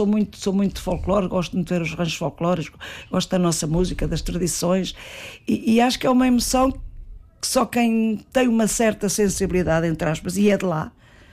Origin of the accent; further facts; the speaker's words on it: Unhais da Serra, Centro, Portugal; Portanto, eu comecei com as cantigas, porque na minha terra não há fado, em Unhais da Serra não há fado, ainda hoje.